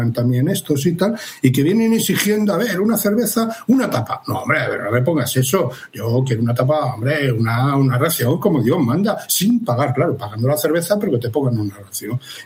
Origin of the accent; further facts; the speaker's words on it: Madrid, Community of Madrid, Spain; born there; soy medio asturiano. O sea, cuando digo que soy madrileño es que nací en Madrid, vivo en Madrid, me gusta Madrid y quiero a Madrid, pero una parte de mí es asturiana.